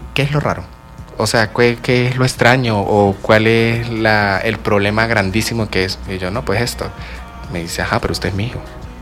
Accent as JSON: {"language": "Spanish", "town": "La Grita", "region": "Táchira", "country": "Venezuela", "said": "Mi familia, por parte de mamá, viene de La Grita. Nosotros somos de La Grita principalmente, la familia de mi papá viene del Llano y tengo familia en Pregonero, en casi todos lados"}